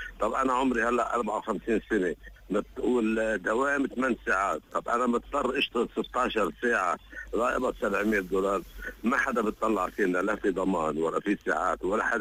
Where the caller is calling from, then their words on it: Lebanon; ما احنا لبنانيين.